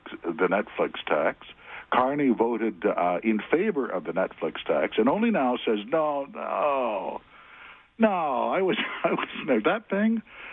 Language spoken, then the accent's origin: English; Manitoba, Canada; Well, I'm from the Manitoba, Mark.